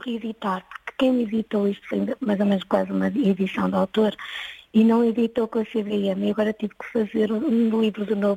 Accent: Vila do Conde, Porto, Portugal; Eu nasci em Vila do Conde, numa aldeia ali perto de... Pronto, de mais para lá da Maia, fiquei entre a trofa.

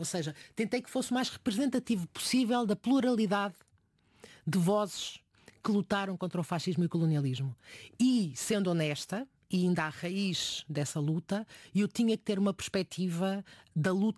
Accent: Porto, Norte, Portugal; eu sou do Porto.

